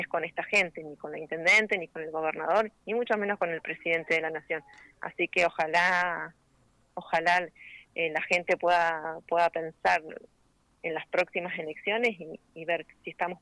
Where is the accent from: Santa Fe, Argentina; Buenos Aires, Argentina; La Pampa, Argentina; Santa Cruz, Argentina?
Santa Cruz, Argentina; Comandante Luis Piedra Buena